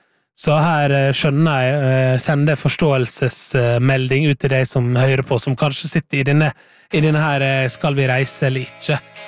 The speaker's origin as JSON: {"language": "Norwegian", "region": "Møre og Romsdal", "country": "Norway", "tie": "born or raised there", "moved": "yes", "lives_now": "Oslo, Norway", "said": "da jeg bodde hjemme på Sunnmøre selv"}